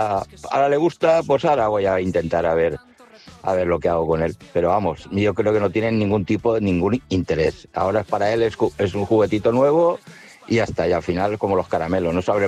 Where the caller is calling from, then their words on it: Valencia, Valencian Community, Spain; de Valencia, precisamente en la zona de Marchalenes.